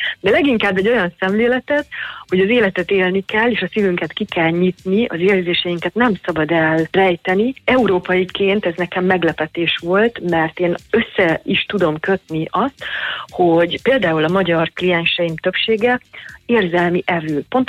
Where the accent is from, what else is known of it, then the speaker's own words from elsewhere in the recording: Hungary; Tehát, hogyha én magyarként így kezdeném a reggelit, és úgy folytatnám, hogy Magyarországon megszoktam